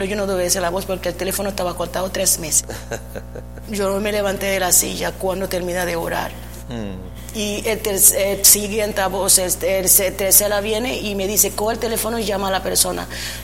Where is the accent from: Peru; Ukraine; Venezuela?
Venezuela; now in Martinique; Y mi madre vive en la isla, salí de Venezuela, vive en Martinica.